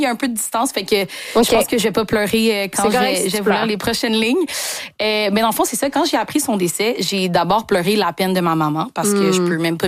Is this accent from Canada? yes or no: yes; Quebec, Canada; born there; Moi, je suis née ici, au Québec.